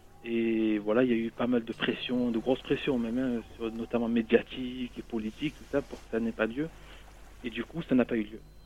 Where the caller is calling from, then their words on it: Marseille, Provence-Alpes-Côte d'Azur, France; j'ai 25 ans, je suis de Marseille.